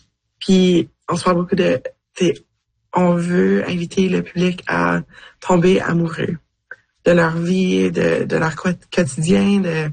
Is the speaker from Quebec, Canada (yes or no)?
no; Manitoba, Canada; Puis tu sais, moi, je viens du Manitoba.